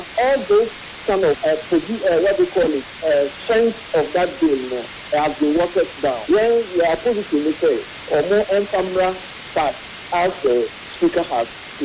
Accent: Ghana; can I say yes we are all united behind this very project as Ghanaian.

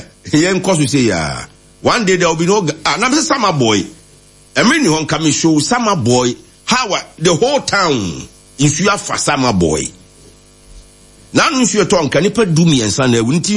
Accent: Ghana; I know me can because I'm a Ghanaian.

